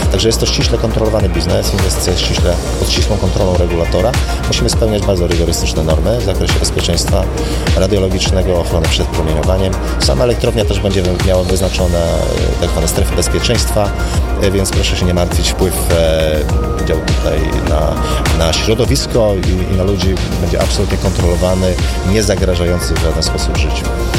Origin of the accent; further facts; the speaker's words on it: Pomeranian Voivodeship, Poland; Przynajmniej z mojego punktu widzenia jestem Pomorzaninem. Nie urodziłem się w Gdańsku, ale jestem z Pomorza i doceniam walory tego. Tej części Polski.